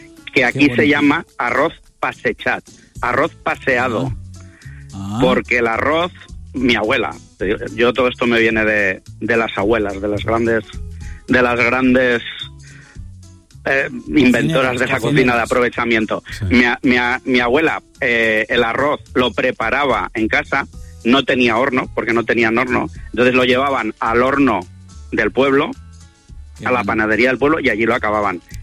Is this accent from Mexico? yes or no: no; Valencia, Valencian Community, Spain; A ver, David, Jorge, soy de Valencia.